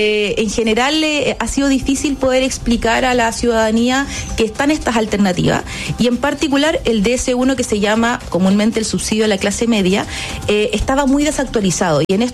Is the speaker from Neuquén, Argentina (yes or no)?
no; Buenos Aires, Argentina; También, soy porteña